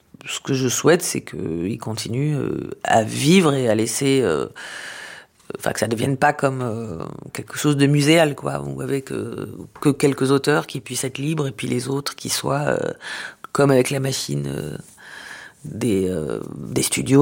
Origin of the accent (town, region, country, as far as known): Israel; born or raised there